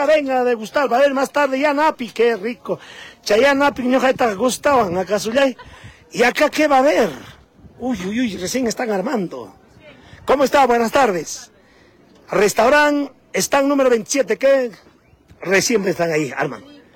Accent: Coracora, Ayacucho, Peru; ¿Qué le parece mi tierra, Coracora?

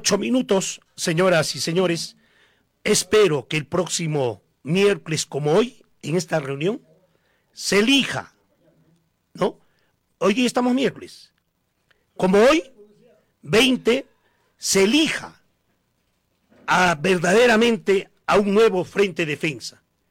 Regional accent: Coracora, Ayacucho, Peru; Qué mal estamos aquí en nuestro pueblo de Coracora.

